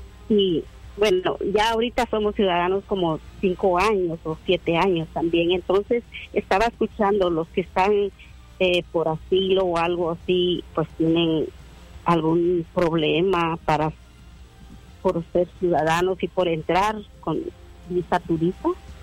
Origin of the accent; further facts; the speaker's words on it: Guatemala; Nosotros somos de Guatemala, ya no recuerdo si por asilo o otro.